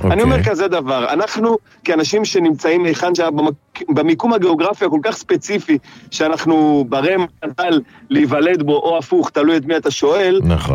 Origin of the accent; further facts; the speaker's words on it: Jerusalem, Jerusalem District, Israel; אנחנו יושבים בתיאטרון ירושלים, ירושלמים גאים.